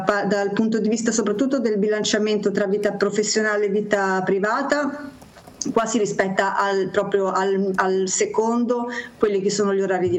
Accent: Genoa, Liguria, Italy; E poi anche girare per i vicoli è una cosa che faccio quando torno a casa, è sempre bello, ti senti a casa quando sei a Genova, questo sì.

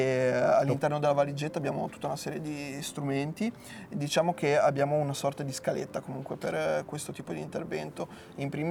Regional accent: Genoa, Liguria, Italy; Sono di San Pier d'Arena, sono nato.

